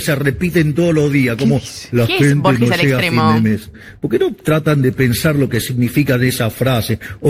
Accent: Argentina; como argentinos admiramos tanto a Borges

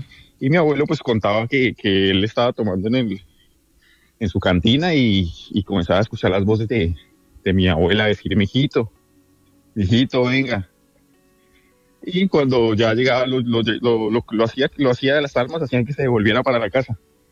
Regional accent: Boyacá, Colombia; Yo soy de Boyacá. Nosotros nos encantaba salir a caminar en montañas

